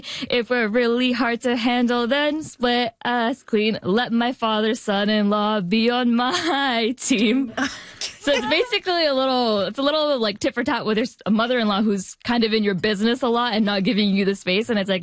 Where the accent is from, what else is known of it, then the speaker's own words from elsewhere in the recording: Canada; growing up in Canada, it's a way for me to kind of reconnect with my heritage